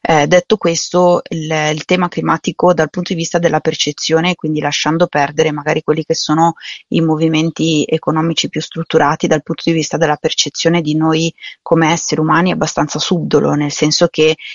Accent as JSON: {"language": "Italian", "town": "Milan", "region": "Lombardy", "country": "Italy", "said": "io per esempio sono di Milano"}